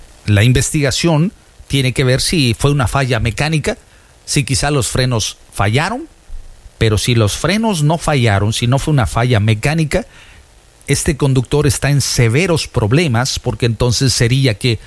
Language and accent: Spanish; Veracruz, Mexico; yo soy de oro, yo soy Jarocho.